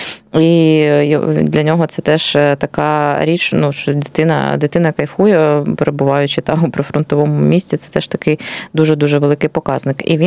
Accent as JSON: {"language": "Ukrainian", "town": "Kharkiv", "region": "Kharkiv Oblast", "country": "Ukraine", "said": "Я теж з Холодної Гори."}